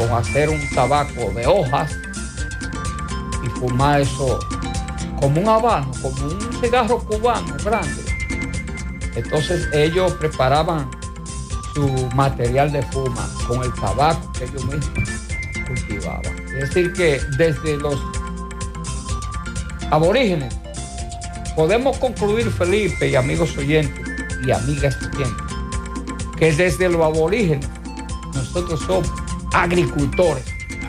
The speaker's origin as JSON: {"language": "Spanish", "town": "Juan López", "region": "Espaillat", "country": "Dominican Republic", "tie": "born or raised there", "said": "la zona donde tú vives, donde yo nací, Juan López"}